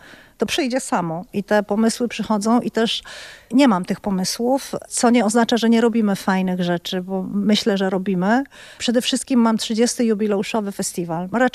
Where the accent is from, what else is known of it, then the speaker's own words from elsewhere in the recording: Poznań, Greater Poland Voivodeship, Poland; moved away as an adult; now in Gdańsk, Poland; ja z Poznania